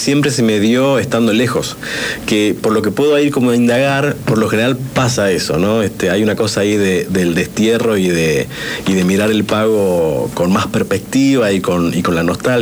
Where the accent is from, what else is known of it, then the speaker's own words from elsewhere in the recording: Catamarca, Argentina; moved away; Catamarca es mi tierra, yo soy de allá